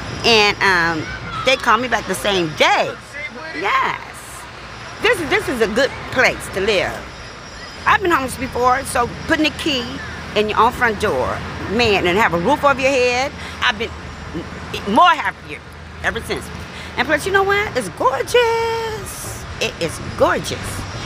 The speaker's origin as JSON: {"language": "English", "town": "San Francisco", "region": "California", "country": "United States", "tie": "born or raised there", "said": "I go to the neighborhood where I was raised at. I was raised up in Upper Haight in the Love Hippie days."}